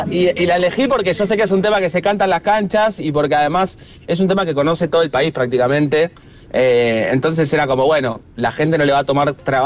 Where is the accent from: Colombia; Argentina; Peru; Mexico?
Argentina; Villa Gobernador Gálvez, Santa Fe; now in Buenos Aires, Argentina; Yo no soy rosarino, gracias también por el espacio para decirlo, porque la gente, claro, dice, ah, sos de Central, sos de Rosario. Y no, soy como un caso medio extraño. Vivo en Buenos Aires, tengo familia en Villa Gobernador Gálvez, que compartí muchísimos años de mi infancia